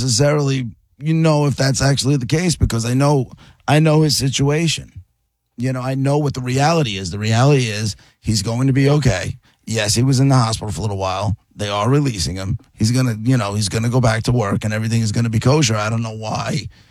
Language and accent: English; Deer Park, United States; And it's from the town that I grew up in Deer Park.